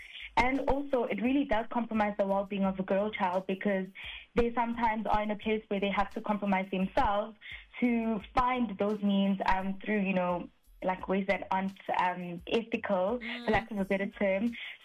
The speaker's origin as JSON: {"language": "English", "country": "South Africa", "tie": "born there", "said": "I grew up in the township"}